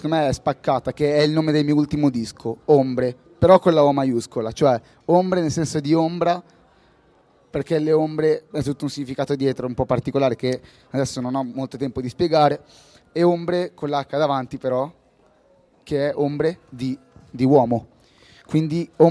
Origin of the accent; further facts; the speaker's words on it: Milan, Lombardy, Italy; io non sono precisamente di Quarto Giaro, ma comunque sono di Zanotto e sono di Bonola